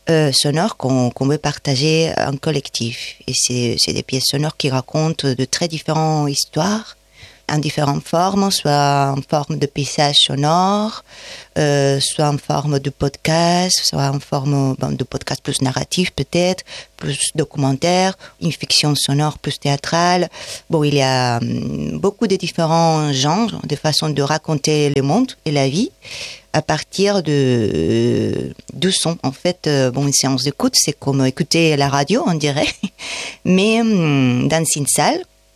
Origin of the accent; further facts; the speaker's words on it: Valencia, Valencian Community, Spain; moved away as an adult; now in Annonay, France; Donc, en Espagne, je viens de Valencia